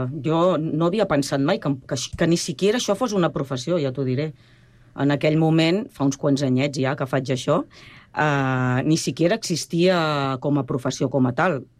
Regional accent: Barcelona, Catalonia, Spain; now in Sant Cugat del Vallès, Spain; Jo sóc del barri de Sant Andreu, fa 30 anys que visc a Sant Cugat, però sóc d'un barri de Sant Andreu que tenien uns condicionants abans, com Gràcia, com Horta i tal

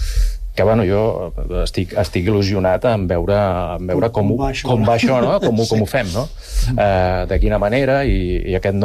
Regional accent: Sant Cugat del Vallès, Catalonia, Spain; jo per exemple soc de Volpelleres, visc a Volpelleres, i costa veure efectius a peu.

